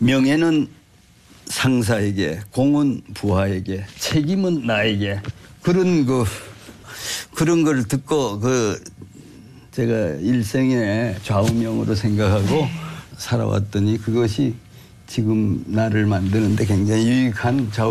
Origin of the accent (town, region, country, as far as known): Taebaek, Gangwon, South Korea; born or raised there